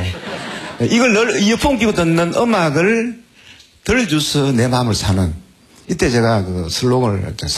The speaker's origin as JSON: {"language": "Korean", "region": "Daejeon", "country": "South Korea", "said": "저는 대전에서 왔습니다."}